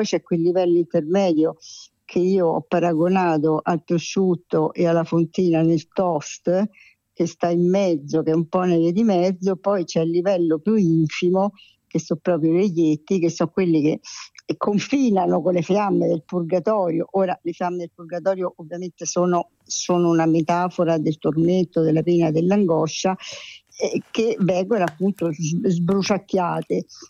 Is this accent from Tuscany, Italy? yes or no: no; Umbria, Italy; born there; io sono nata in Umbria, che è la terra per eccellenza dei mistici.